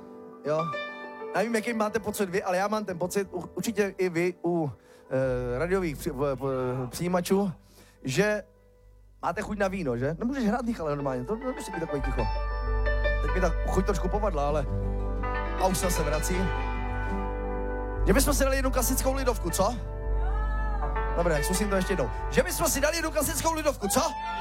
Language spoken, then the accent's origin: Czech; Újezd u Rosic, South Moravian Region, Czechia; born there; also born or lived in Ivančice; Já pocházím z vesničky, která se jmenuje Újezd u Rosic. Nevím, kolik mají Podbořany obyvatel, myslím si, že to bude několik tisíc. Já jsem z vesničky, která má 253 obyvatel. Nádherná to výzka, Újezd u Rosic. Jinak jsem se narodil v Ivančicích.